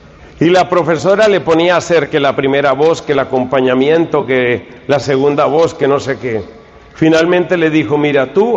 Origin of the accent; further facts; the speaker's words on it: Colombia; Yo soy colombiano, yo no soy finlandés. Yo sé que tengo un poco cara de sueco y de escandinavo, pero... pero yo soy colombiano, de raíces indígenas y africanas y mexicanas, y yo soy un mestizo.